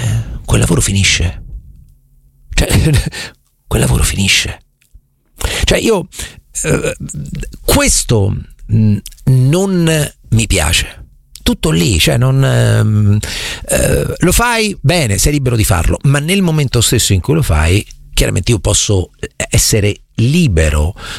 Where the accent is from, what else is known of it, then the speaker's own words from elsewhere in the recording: Marche, Italy; io sono marchigiano